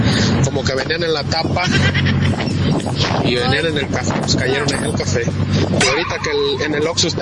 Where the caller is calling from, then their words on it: Sahuayo, Michoacán, Mexico; Soy ahí de Saguayo.